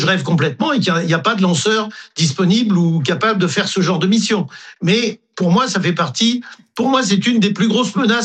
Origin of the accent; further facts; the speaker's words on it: French Guiana, France; comme Kourou chez nous en Guyane